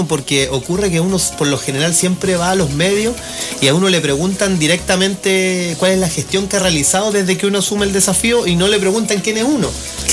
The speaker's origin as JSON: {"language": "Spanish", "region": "Coquimbo", "country": "Chile", "tie": "born or raised there", "said": "coquimbano de corazón, de familia, de madre y padre coquimbano, nacido y criado en Coquimbo"}